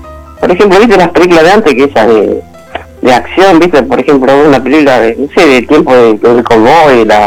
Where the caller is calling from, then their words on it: Pilar, Buenos Aires Province, Argentina; acá de Pilar.